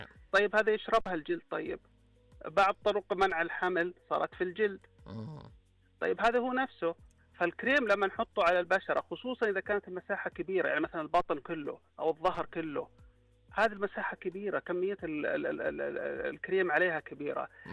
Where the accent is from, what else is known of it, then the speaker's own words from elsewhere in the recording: Saudi Arabia; عندنا في السعوديه